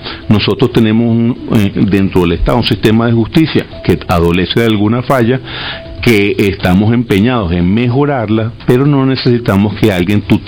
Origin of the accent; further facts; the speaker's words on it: Venezuela; como venezolano comprometido con mi sistema constitucional